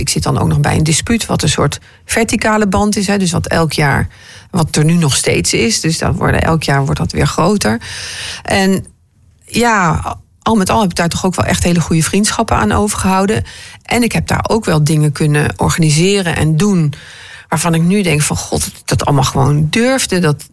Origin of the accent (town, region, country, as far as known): Arnhem, Gelderland, Netherlands; moved away as an adult; now in Groningen, Netherlands